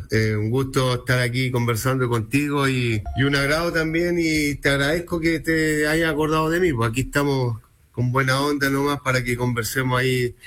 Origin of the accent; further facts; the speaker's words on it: Santiago, Santiago Metropolitan Region, Chile; also born or lived in Coronel; Como bien dices tú, yo nací en Coronel. Ya a los 11 años mi papá, mi familia, se cambiaron acá a Santiago.